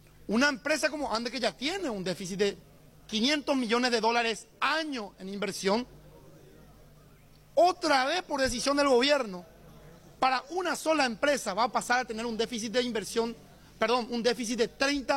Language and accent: Spanish; Paraguay